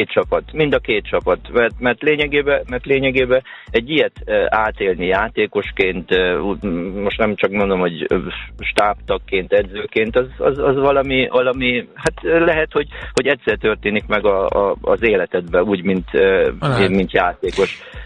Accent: Odorheiu Secuiesc, Harghita, Romania; irigykedve nézem székelyudvarhelyiként

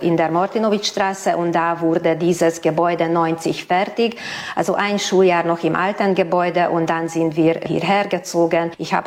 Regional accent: Hajós, Bács-Kiskun, Hungary; Ich bin in Hajosch aufgewachsen

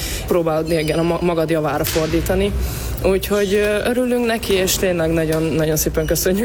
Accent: Hungary; magyarok vagyunk, Magyarországon játszunk

